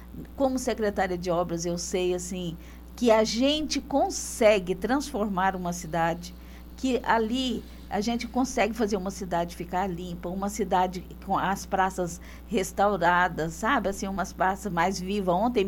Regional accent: Aragarças, Goiás, Brazil; a nossa cidade é considerada turística

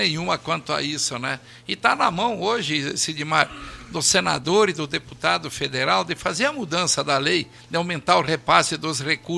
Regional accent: Rio Grande do Sul, Brazil; moved away as an adult; vim lá do Rio Grande do Sul, que saí com 21 anos

